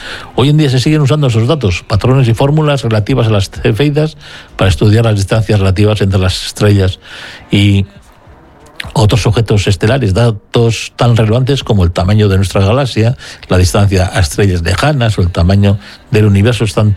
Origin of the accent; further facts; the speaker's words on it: Basque Country, Spain; Bueno, oye, siendo vascos, lo primero que me sale a mí es aquello: oye, ¿y nosotros de dónde venimos?